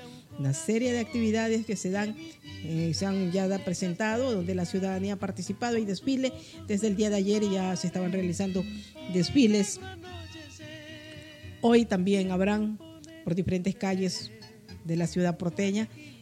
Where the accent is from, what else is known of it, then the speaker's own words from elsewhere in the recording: Guayaquil, Guayas, Ecuador; born there; now in Santa Elena, Ecuador; mi ciudad natal, mi querida